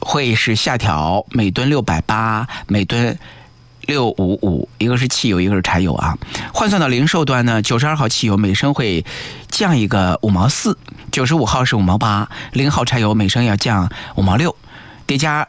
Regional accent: Hefei, Anhui, China; now in Nanjing, China; 我们老家就是合肥南站那个地方

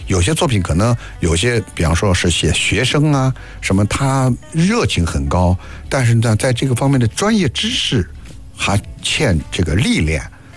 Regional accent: Nanjing, Jiangsu, China; accent: Nanjing dialect; 我是南京土生土长的相声演员。我想呢，在这里呢，用南京话跟大家交流

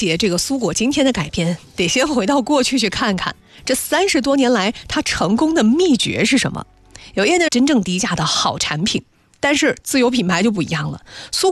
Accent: Jiangsu, China; 作为我们江苏人，尤其是南京人

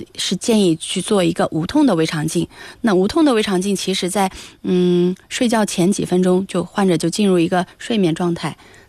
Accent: China; 我们中国人群

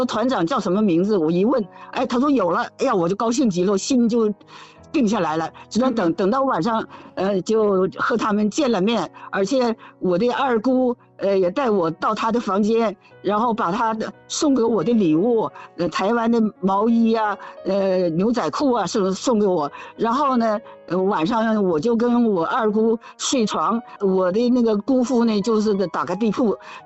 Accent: Shenyang, Liaoning, China; moved away as an adult; also born or lived in Tokyo, Japan / Daye, Hubei; now in Changzhou, China; 我是在沈阳长大的，后来就是我是1968年东北工学院机械系矿山机械专业毕业

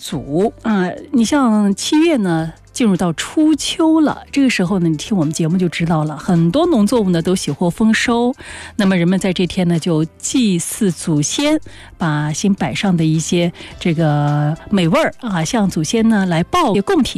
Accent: China

